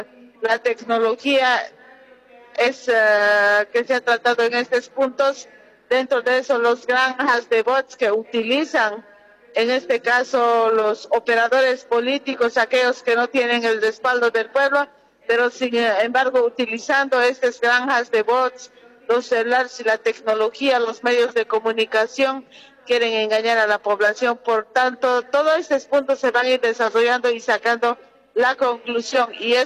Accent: Bolivia

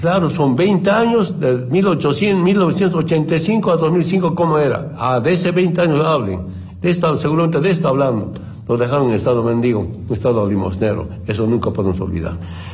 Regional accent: Orinoca, Oruro, Bolivia; Yo cuando me vine de Orinoca acá, de Oruro al Trópico, quería plantar plátano, naranja, coca, y quería estudiar, quería ser periodista.

